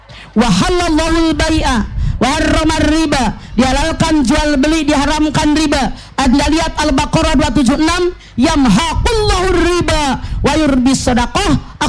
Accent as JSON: {"language": "Indonesian", "region": "Jakarta", "country": "Indonesia", "tie": "born or raised there", "said": "Gue tahu persis Tanah Abang, kampung gue."}